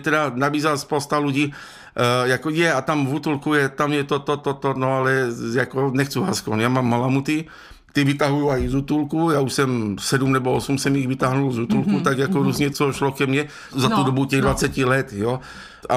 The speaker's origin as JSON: {"language": "Czech", "town": "Hulín", "region": "Zlín Region", "country": "Czechia", "said": "já pocházím od Huléna"}